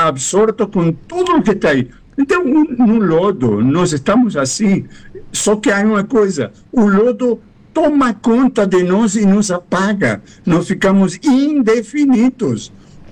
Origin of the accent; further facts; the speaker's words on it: Argentina; moved away; um tango da minha terra